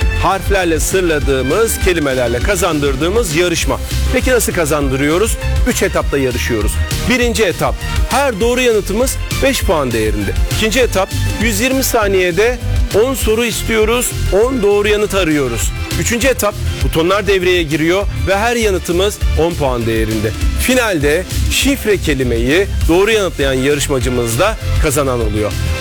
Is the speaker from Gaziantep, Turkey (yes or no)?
yes; Gaziantep, Turkey; born or raised there